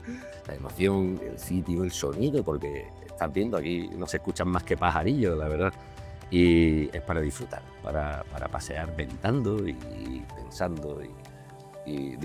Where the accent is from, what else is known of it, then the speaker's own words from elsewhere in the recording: Fuente de Piedra, Andalusia, Spain; Yo soy de Fuentepiedra y mucho trabajo de investigación, la verdad.